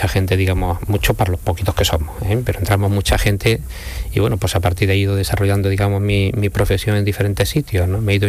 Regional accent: Lucena, Andalusia, Spain; moved away as an adult; also born or lived in Granada / Madrid / Valencia; Lucena, lo digo. Cuando digo Lucena ya se me nota que soy de ahí. Sí, soy de Lucena. Me salí, bueno, no me salí, yo sigo teniendo mi familia allí, ¿no? Pero con 17 años creo me fui a estudiar a Granada.

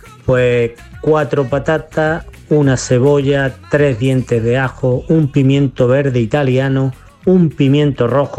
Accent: Mijas, Andalusia, Spain; de las Lagunas de Mija.

